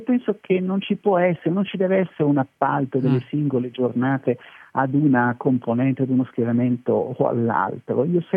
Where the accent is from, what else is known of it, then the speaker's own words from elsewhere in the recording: Trieste, Friuli-Venezia Giulia, Italy; come triestino